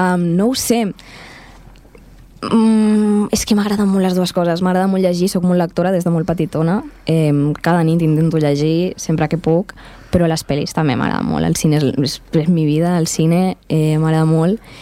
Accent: Catalonia, Spain; also born or lived in Bolivia; visc amb la família de ma mare, que és catalana, i jo he crescut sempre aquí a Catalunya.

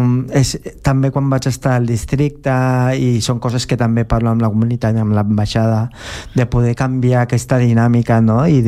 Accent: Philippines; jo no sóc xino, jo sóc filipí

